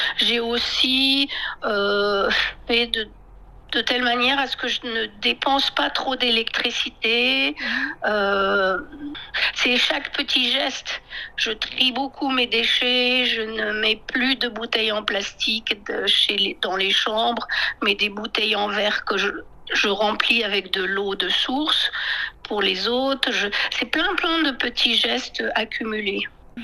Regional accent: France

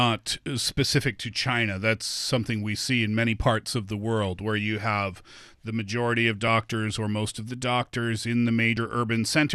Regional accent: Canada; We had this in Canada too. My hometown is only 1,000 people, right? So I remember when I was a kid, if it was super basic, we would go to the local clinic.

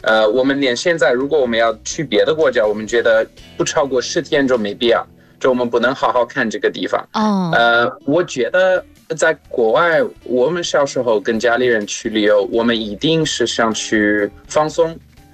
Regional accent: South Africa; Chinese is a second language; 但是我说实话，作为外国人，在那个情况，因为我们的国家在南非，还有我爸是葡萄牙人。

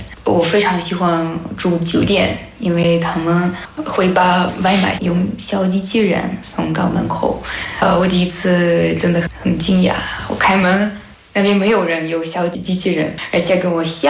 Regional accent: Russia; Chinese is a second language; moved away as an adult; now in Changchun, China; 我来自美丽的俄罗斯延赞市，现在我在长春大学读研究生研二。

